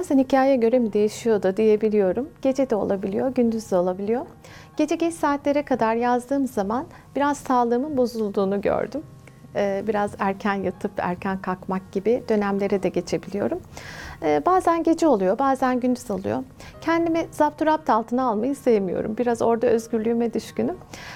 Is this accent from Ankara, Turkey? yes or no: no; Amasya, Turkey; Amasyalıyım çünkü Amasyalılar çok çay içerler.